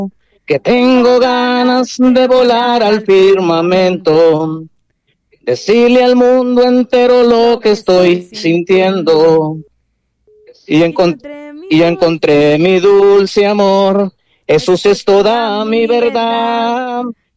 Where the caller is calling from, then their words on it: Copán Ruinas, Copán, Honduras; De Copán Ruinas